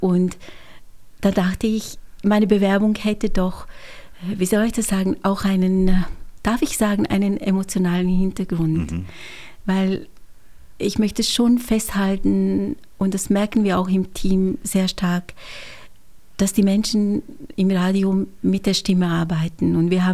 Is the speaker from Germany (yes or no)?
no; Switzerland; also born or lived in Hungary; now in Austria; Ich bin gebürtige Ungarin und bin in der Schweiz aufgewachsen, vielleicht hört man das auch ganz leicht, und bin Doppelbürgerin.